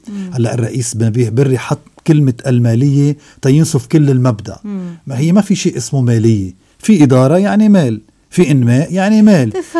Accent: Lebanon; أنا أنتمي إلى لبنان وأنتمي إلى طائفة وأنتمي إلى وهذا مش غلط إذا كنت مسيحي ماروني ولبناني بذات الوقت

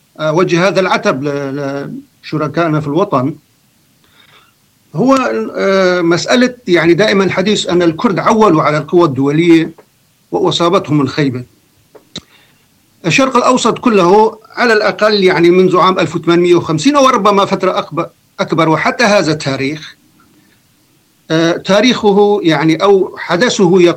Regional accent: Syria

